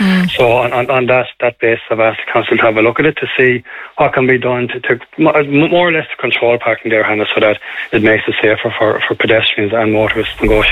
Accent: Curragh, Kildare, Ireland; I'm born and bred in the Curra, and I know the sheep are a part of the Curra, they're part of the history of the Curra

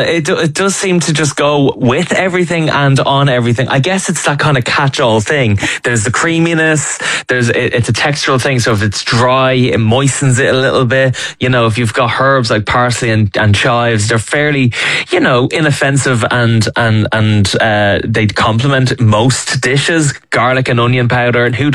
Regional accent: Ireland; But, you know, at the end of the day, as Irish people, we love our ketchup, we love our mayo

